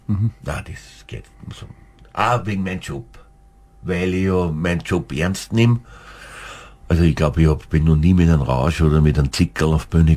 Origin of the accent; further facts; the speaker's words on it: St. Pölten, Lower Austria, Austria; Naja, an Österreich, also ich liebe mein Heimatort, St. Pölten